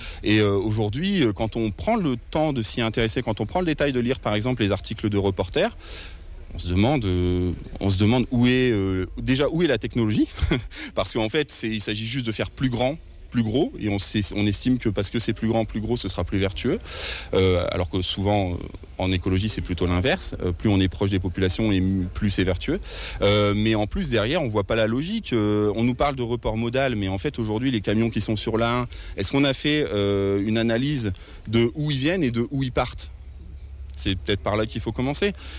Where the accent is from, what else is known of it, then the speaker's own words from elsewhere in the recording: Oisy-le-Verger, Hauts-de-France, France; also born or lived in Douai; je suis né à Douai, mais j'ai fait de 6 ans à 22 ans Oisil-le-Verger, j'ai habité ici, donc je connais bien, c'est ma coin, comme on dit.